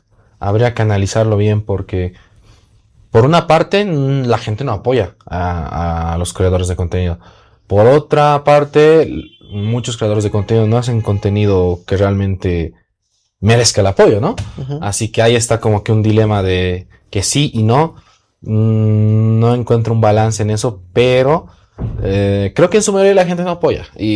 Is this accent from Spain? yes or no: no; Bolivia